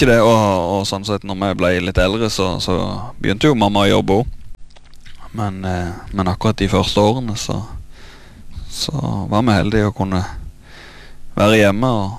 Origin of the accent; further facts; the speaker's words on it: Veavågen, Rogaland, Norway; Født og oppvokst på Karmøy. Det er jeg. På Veavågen.